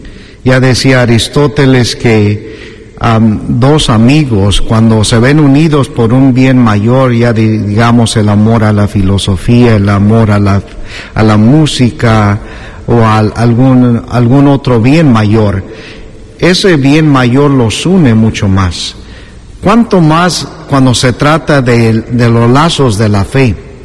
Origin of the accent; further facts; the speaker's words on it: Ario de Rosales, Michoacán, Mexico; soy de Ario de Rosales, de Michoacán